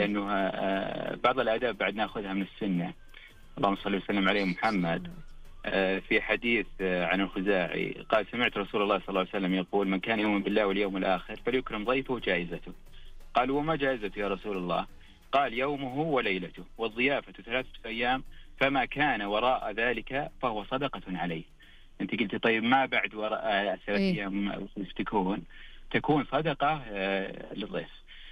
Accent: Ha'il, Ha'il Province, Saudi Arabia

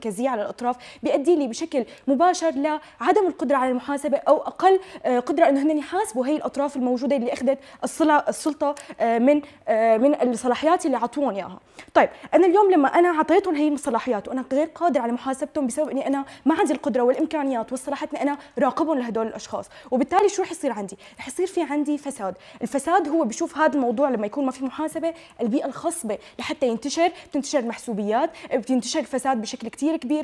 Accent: Syria; هذا الشيء ما بنختلف عليه كسوريين

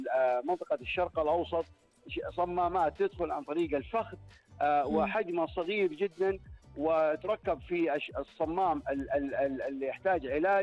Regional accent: Saudi Arabia; في بلدنا الحبيب المملكه العربيه السعوديه

